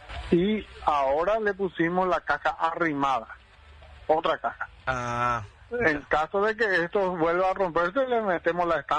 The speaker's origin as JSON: {"language": "Spanish", "town": "Coronel Oviedo", "region": "Caaguazú", "country": "Paraguay"}